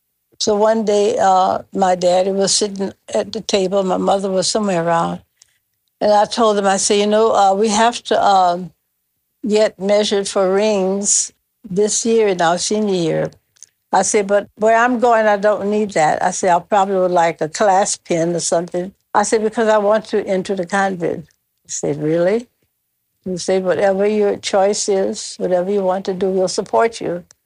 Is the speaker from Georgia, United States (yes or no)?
no; Opelousas, Louisiana, United States; I grew up in Opelousas, Louisiana. I went to Catholic schools from first grade to 12. We were all baptized Catholics.